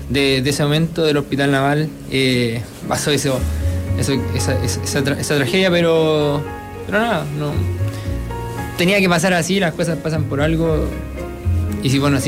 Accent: Hualpén, Biobío, Chile; moved away as an adult; also born or lived in Talcahuano; now in Santiago, Chile; nací en Talcahuano, pero viví toda mi vida en Hualpén hasta los 23 años que llegué acá a Santiago

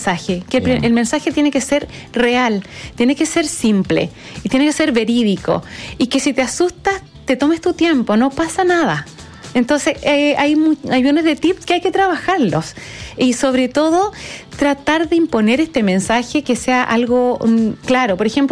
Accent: Valdivia, Los Ríos, Chile; born there; en Valdivia, que es mi ciudad, yo nací en Valdivia, mi familia es de allá

